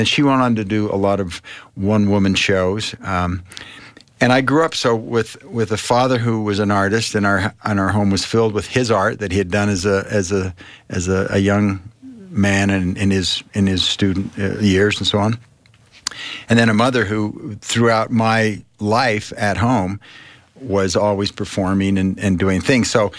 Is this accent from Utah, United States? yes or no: yes; Farmington, Utah, United States; Well, I grew up in Farmington, Utah, not far from here, just north of Salt Lake City. A very different town in the 40s when I grew up, the 50s.